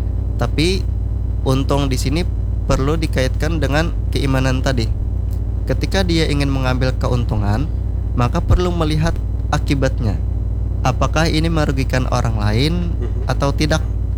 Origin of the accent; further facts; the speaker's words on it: Banjar, South Kalimantan, Indonesia; kita sebagai orang Banjar